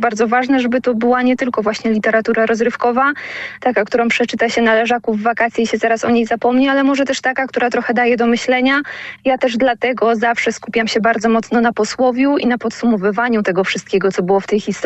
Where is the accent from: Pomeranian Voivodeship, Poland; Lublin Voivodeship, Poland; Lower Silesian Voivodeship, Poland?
Lower Silesian Voivodeship, Poland; Wrocław; Ja obecnie mieszkam we Wrocławiu i tutaj spędziłam większość swojego życia